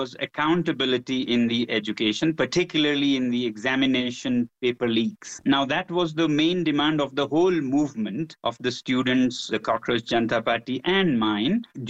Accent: Ladakh, India; Normally, because I come from Ladakh

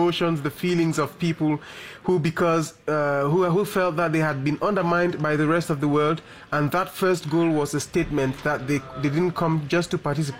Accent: Cameroon; Listen, I came from Cameroon, and Cameroon, while I was leaving the country to come to prior to report, many people were frustrated because Cape Verde beat us

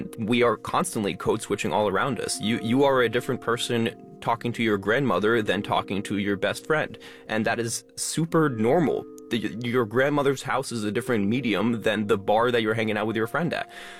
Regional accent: Albany, New York, United States; my congressman where I grew up in Albany, New York, Paul Tonko.

